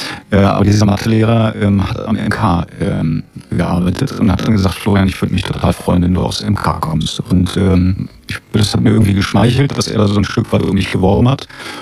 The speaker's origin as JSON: {"language": "German", "town": "Braunschweig", "region": "Lower Saxony", "country": "Germany", "tie": "born or raised there", "said": "in Lehndorf gab es den Prager Garten mit den Kegelbahnen. Also ich bin auf der Kegelbahn sozusagen groß geworden in diesem gastronomischen Betrieb."}